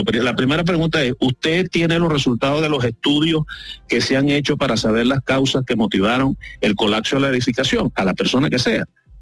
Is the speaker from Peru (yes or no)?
no; Venezuela; Entonces, desde el punto de vista como venezolano, ya les estoy diciendo, nuestro trabajo lo estamos realizando aquí